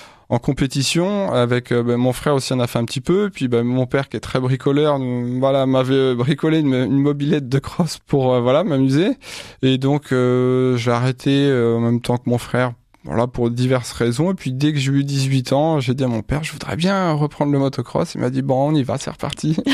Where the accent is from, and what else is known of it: Chavagnes-les-Redoux, Pays de la Loire, France